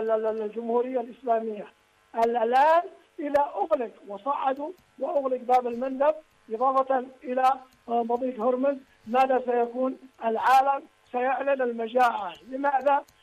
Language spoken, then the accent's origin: Arabic; Yemen; نحن كشعب يمني